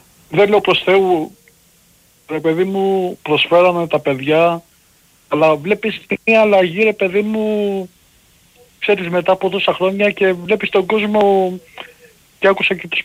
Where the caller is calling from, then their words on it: Amarynthos, Central Greece, Greece; από την Αμάρτη, από την Εύβοια